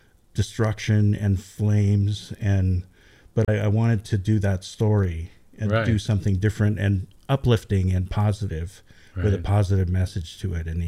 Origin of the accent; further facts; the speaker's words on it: Lahaina, Hawaii, United States; moved away; I grew up in Lahaina as well.